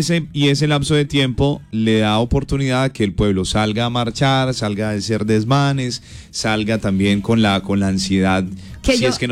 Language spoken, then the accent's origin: Spanish; Colombia; desde nuestro país